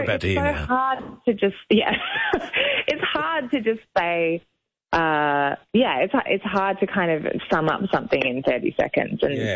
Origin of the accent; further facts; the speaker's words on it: Sydney, New South Wales, Australia; also born or lived in Paris, France / Switzerland; I grew up on the North Shore in Sydney